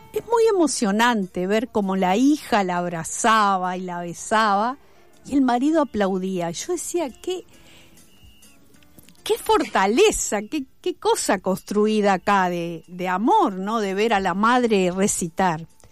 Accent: Buenos Aires, Argentina; no somos murga uruguaya, no somos murga porteña, no sé lo que somos. Yo le dije, vos escuchala y después decís qué te parece. Está muy bueno esto de que la gente vea que podemos mezclar y no perdemos identidad ni nada, somos del barrio Almagro

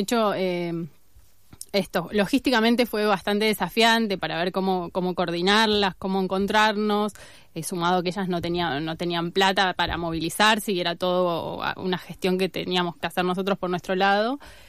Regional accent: Argentina; born there; como yo que nací acá

